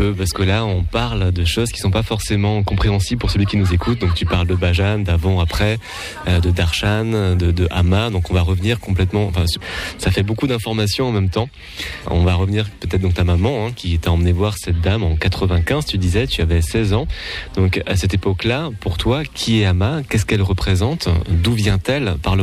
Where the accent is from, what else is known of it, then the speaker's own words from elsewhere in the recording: France; Nous, chez nous en France, le mot gourou peut faire penser aux sectes.